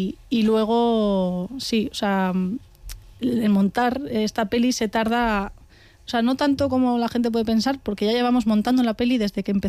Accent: Carrión de los Condes, Castile and León, Spain; que yo soy de Carrión también

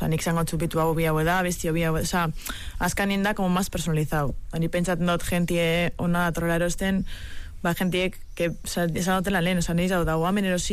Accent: Bermeo, Basque Country, Spain; Ni bermiotarra.

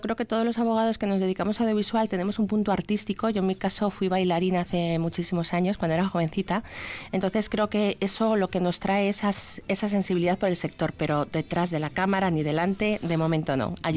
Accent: Madrid, Community of Madrid, Spain; now in Basque Country, Spain; Yo soy de Madrid, yo aquí mucho tiempo

